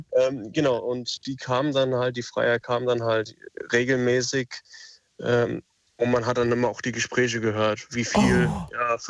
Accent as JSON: {"language": "German", "town": "Wiesbaden", "region": "Hesse", "country": "Germany", "said": "Zweite Geschichte natürlich, ich komme aus Wiesbaden, Wilhelmstraße, ist, glaube ich, auch für den einen oder anderen auch bekannt."}